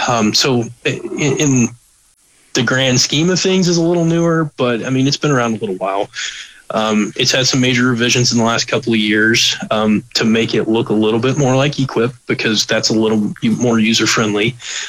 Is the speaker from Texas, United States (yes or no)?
yes; Texas, United States; moved away as an adult; now in Alaska, United States; I'm from Texas.